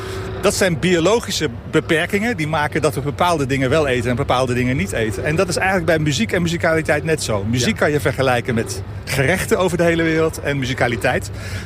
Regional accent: Netherlands

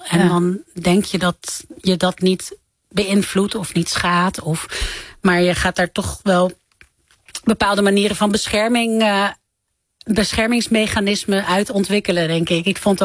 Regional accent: Amsterdam, North Holland, Netherlands; Ik ben opgegroeid in Amsterdam-Noord. En dat is toch een buurt waar ook heel veel problemen zijn. Sociale problemen, veel laaggeletterdheid. Armoede, schulden achter de voordeur.

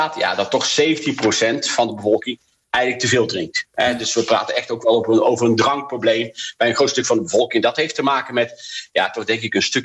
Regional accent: Netherlands; Hè, bij voetbal bijvoorbeeld als Nederlanders samen. Dan drink je ook een biertje.

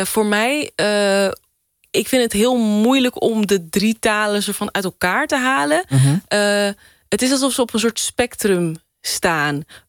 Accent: Culemborg, Gelderland, Netherlands; Ik had veel Surinaamse familie in Nederland. En ook waar ik ben opgegroeid, in Culemborg.

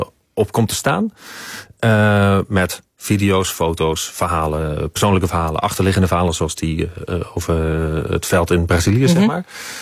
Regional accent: Schiedam, South Holland, Netherlands; Ik moet zelfs zeggen, ik kom zelf uit Schiedam. In Schiedam heb ik ook maar 3 velden gefotografeerd.

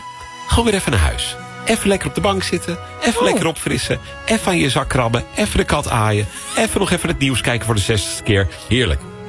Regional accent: Netherlands; als Nederlanders

